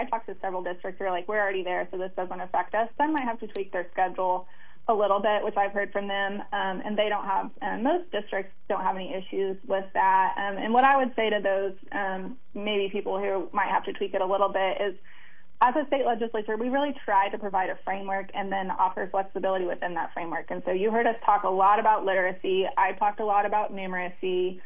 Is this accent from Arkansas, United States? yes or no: no; Rogers County, Oklahoma, United States; I love Rogers County, and it's my hometown